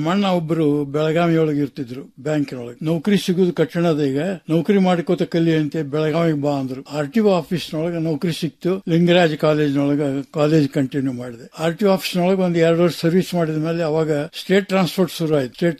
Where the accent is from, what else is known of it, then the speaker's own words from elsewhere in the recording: Lakkundi, Karnataka, India; also born or lived in Gadag / Dharwad; ನಾನು ಆಗಿನ ಧಾರವಾಡ ಜಿಲ್ಲೆ ಇವತ್ತೇನು ಗದಗದೊಳಗೆ ಲಕ್ಕುಂಡಿ ರಾಜಧಾನಿ ಊರದು, ಅಲ್ಲೇ ನಾನು ಹುಟ್ಟಿದ್ದು. ನಮ್ಮ ತಂದೆಯವರು ವ್ಯಾಪಾರಿಗಳು, ಜಮೀನ್ದಾರರು.